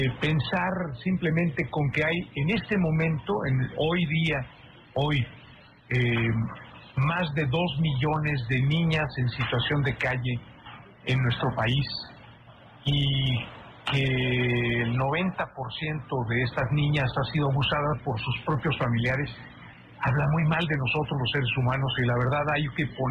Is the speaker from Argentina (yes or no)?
no; Mexico